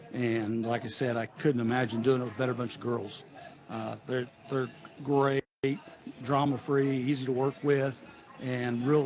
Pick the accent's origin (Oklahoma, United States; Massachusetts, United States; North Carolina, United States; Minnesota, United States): Oklahoma, United States; Shattuck; growing up in Shattuck